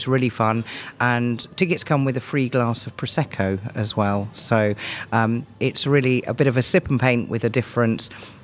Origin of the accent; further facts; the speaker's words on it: Redhill, South East England, United Kingdom; I grew up in Redhill, but most of my work takes place in London and at festivals.